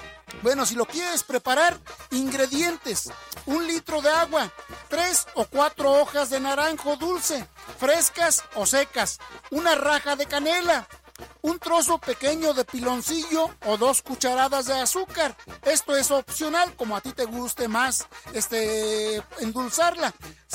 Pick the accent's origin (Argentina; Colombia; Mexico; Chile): Mexico; imagínense cómo somos los mexicanos.